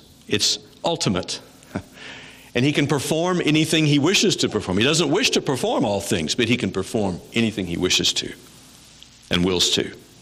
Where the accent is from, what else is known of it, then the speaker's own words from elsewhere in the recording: Missouri, United States; My hometown in Missouri was near the site of an early Civil War battle, the Battle of Wilson's Creek.